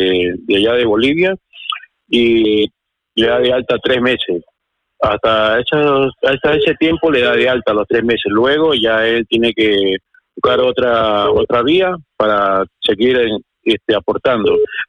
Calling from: Getafe, Community of Madrid, Spain; de Getafe.

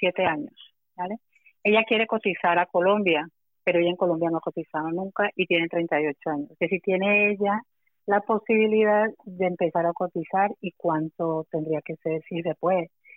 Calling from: Alcorcón, Community of Madrid, Spain; de Alcorcón.

